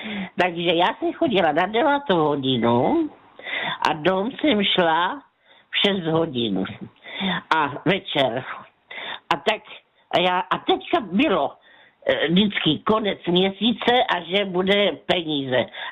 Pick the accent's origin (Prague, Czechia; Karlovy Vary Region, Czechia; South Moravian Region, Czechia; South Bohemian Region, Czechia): South Moravian Region, Czechia; Tišnov; tak tam se u nás v Tišnově otvírala nová školka.